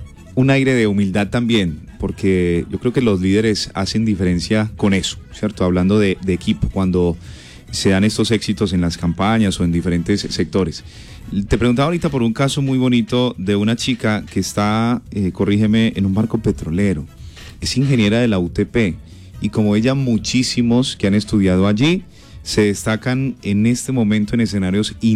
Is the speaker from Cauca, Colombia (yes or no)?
no; Pereira, Risaralda, Colombia; lo que somos los pereiranos ante el mundo